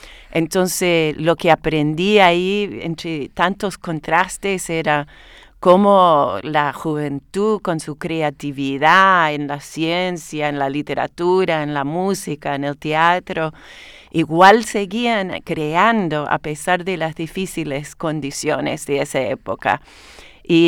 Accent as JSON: {"language": "Spanish", "country": "Canada", "second_language": "Spanish", "moved": "as an adult", "lives_now": "Santiago, Chile", "said": "yo vine como representante del movimiento estudiantil canadiense."}